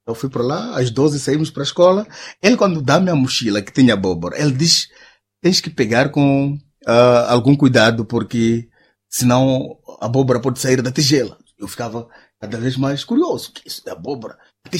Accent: Gondola, Manica, Mozambique; born or raised there; first language Chute; Portuguese is a second language; moved away

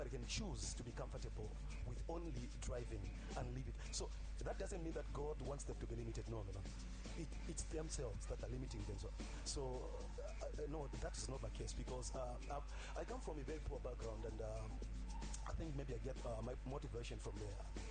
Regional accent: Kabwe, Central Province, Zambia; born there; also born or lived in Mufulira, Zambia; then we came here in Kabwe in 1994.

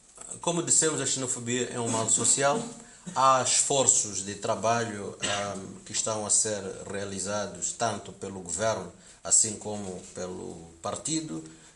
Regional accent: Mozambique; nós confiamos na nossa própria capacidade interna como moçambicanos

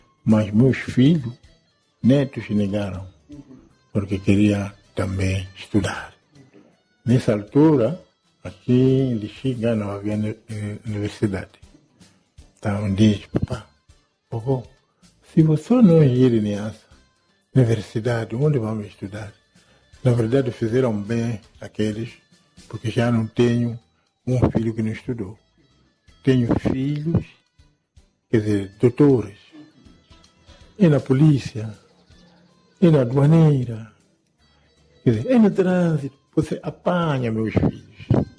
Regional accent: Mandimba, Niassa, Mozambique; born there; estou há anos, nasci aqui em Mandimba, distrito de Mandimba, localidade de Mitande.

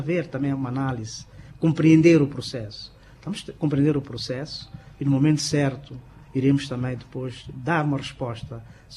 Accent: Mozambique; Nós temos também a mostrar esta componente humana que nós temos como moçambicanos

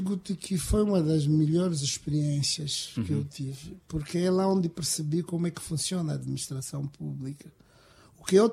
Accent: Malema, Nampula, Mozambique; Sim, pelo círculo eleitoral de Malema, eu vinha de Malema.

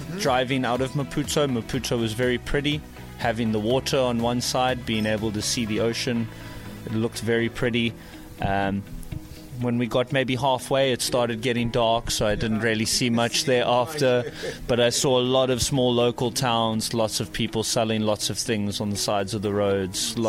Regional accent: Cape Town, Western Cape, South Africa; I'm from South Africa and I've been living in Tofo for the past 2 months.

